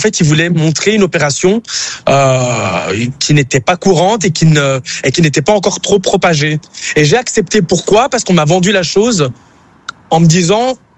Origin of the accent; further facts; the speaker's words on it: Brussels, Brussels-Capital Region, Belgium; oui je suis belge, oui. Je viens de Bruxelles.